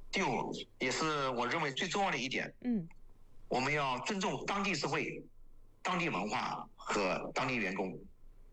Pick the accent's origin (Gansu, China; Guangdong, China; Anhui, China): Anhui, China; Hefei; now in Ho Chi Minh City, Vietnam; 我希望我们安徽，我们家乡合肥，我们安徽的老乡，来越南胡志明旅游，来我的餐厅体验我们